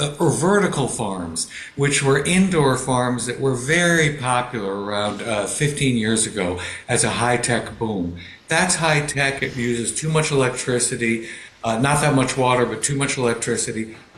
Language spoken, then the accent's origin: English; Connecticut, United States; we grew up in Connecticut